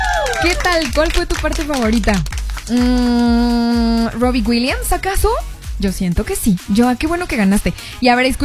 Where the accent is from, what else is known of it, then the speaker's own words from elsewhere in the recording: Mexico; nosotros los mexicanos